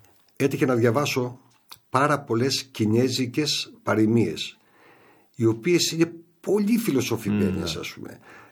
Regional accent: Vari, Western Macedonia, Greece; να πω μια παροιμία την οποία χρησιμοποιούμε στο χωριό μου, στη Βάρη

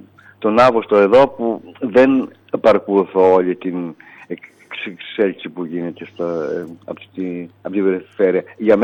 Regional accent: Western Macedonia, Greece; now in Berlin, Germany; Εμείς είμαστε κάτω από το Βενέτικο που λέμε

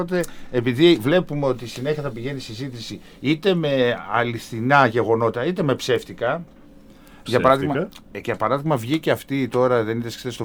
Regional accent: Pylaia, Central Macedonia, Greece; εκεί στην Πηλαία, στα μέρη μου

